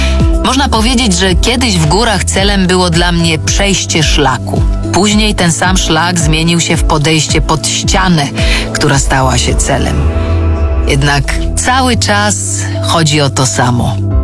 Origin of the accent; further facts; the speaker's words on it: Olsztyn, Warmian-Masurian Voivodeship, Poland; Wspinanie w moim przypadku nie było oczywistym wyborem, bo pochodzę z Olsztyna, ale już jako dziecko jeździłam na obozy w góry.